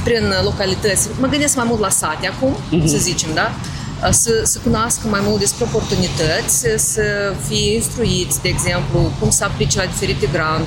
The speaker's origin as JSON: {"language": "Romanian", "region": "Călărași District", "country": "Moldova", "tie": "born or raised there", "moved": "yes", "said": "eu sunt din raionul Călăraș, original."}